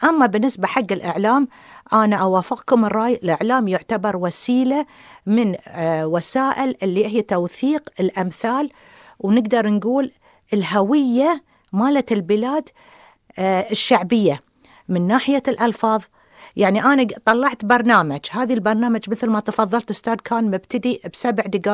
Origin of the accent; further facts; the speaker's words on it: Bahrain; accent: Bahraini; استخدمت اللهجة البحرينية اللي انتداولها